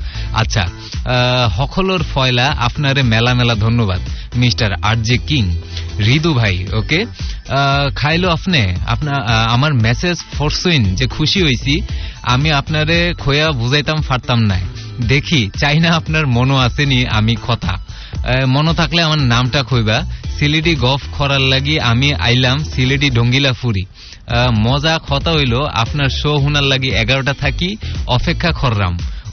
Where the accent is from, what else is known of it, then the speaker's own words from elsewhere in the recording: Tetulia, Rangpur Division, Bangladesh; আজই প্রথম তোমায় শুনছি, কারণ আমার বাড়ি পঞ্চগড়ের তেঁতুলিয়া, সেখানে আমাদের দেশীয় কোনো রেডিও স্টেশন শোনা যায় না, শুধুমাত্র কয়েকটা ভারতীয় চ্যানেল শোনা যায়।